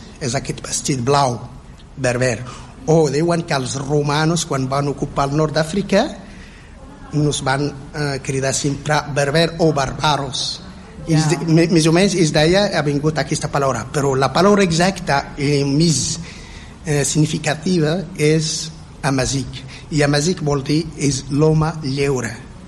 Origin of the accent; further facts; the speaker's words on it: Assamber, Morocco; soc del Marroc, exactament del sud, o del sud del Marroc, del desert, soc un fill del desert. I he nascut a una zona que es diu Assamber.